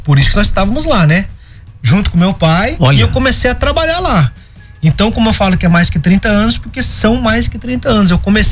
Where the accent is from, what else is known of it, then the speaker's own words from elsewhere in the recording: São José dos Campos, São Paulo, Brazil; eu sou de São José dos Campos.